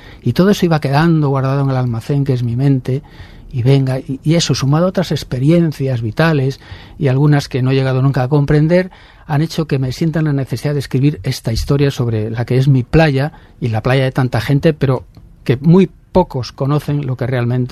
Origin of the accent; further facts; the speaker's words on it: Suances, Cantabria, Spain; also born or lived in Torrelavega; Natural de Torrelavega, pero yo me he criado en Los Locos. Me fui allí demasiado pronto